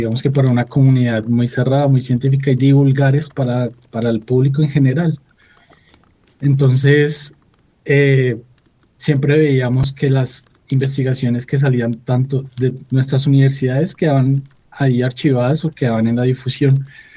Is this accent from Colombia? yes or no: yes; Colombia; somos los colombianos